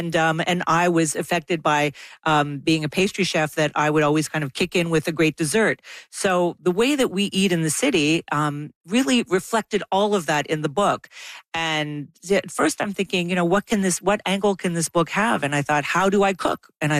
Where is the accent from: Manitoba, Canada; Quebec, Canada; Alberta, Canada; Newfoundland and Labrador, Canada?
Quebec, Canada; Montreal; So this is part of growing up in Montreal, or just things like poutine.